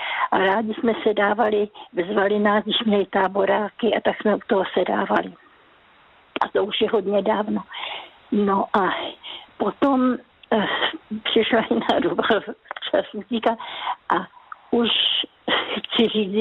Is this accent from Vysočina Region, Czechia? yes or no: yes; Vysočina Region, Czechia; born there; Moje rodiště je, kde teďka je přehrada Želivka, ano?